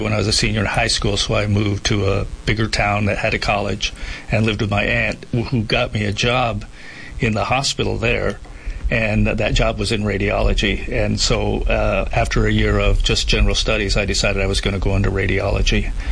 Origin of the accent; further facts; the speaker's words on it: Michigan, United States; moved away as an adult; now in Yuma, United States; I'm a transplant from Yuma. I came from Michigan in 1980.